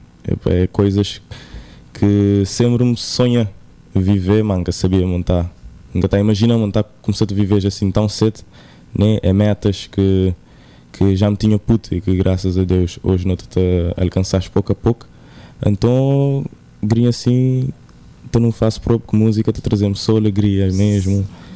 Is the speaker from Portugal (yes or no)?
no; Sal, Cape Verde; Nunca nasci ali, nasci na São Sendo, mas criei toda a minha vida ali na sala. Então, considero a mim mesmo um salgadinho.